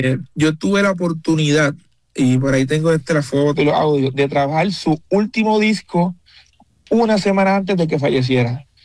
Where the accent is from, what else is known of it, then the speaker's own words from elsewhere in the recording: San Germán, Puerto Rico; yo soy de Puerto Rico, soy de un pueblito que se llama San Germán, como mencionaste, y no es que las oportunidades no sean iguales para todos o menos por ser de allí, pero es bien es al otro extremo de la capital de Puerto Rico